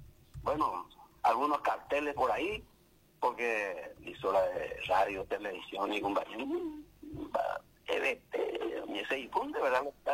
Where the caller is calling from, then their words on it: Paraguay; como un ciudadano, como un paraguayo más